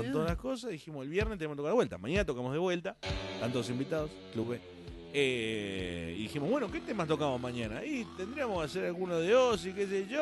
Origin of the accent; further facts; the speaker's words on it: Buenos Aires, Argentina; uno como porteño